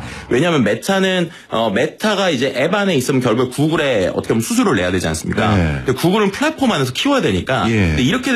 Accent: South Korea; 제가 한국 사람이어서 그런 게 아니라

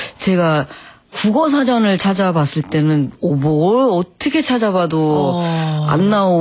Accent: Seoul, South Korea; 저는 서울인데요.

